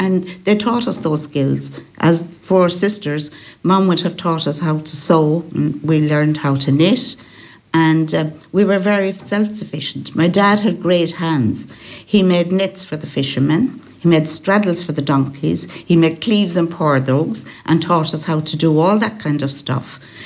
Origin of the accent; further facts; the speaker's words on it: Bundara Hallin, Connacht, Ireland; also born or lived in Toom; Yes, I'm a Galway girl. I was born in Toom and I grew up in Bundara Hallin in County Galway, which actually is inside the border of Mayo.